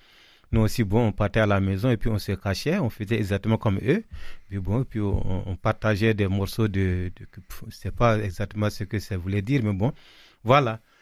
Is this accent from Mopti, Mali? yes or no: yes; Mopti, Mali; moved away as an adult; now in Montpellier, France; je viens du diocèse de Mopti au Mali. Je suis de l'ordination 1995, je viens d'une famille chrétienne et nous sommes 6 enfants en vie actuellement.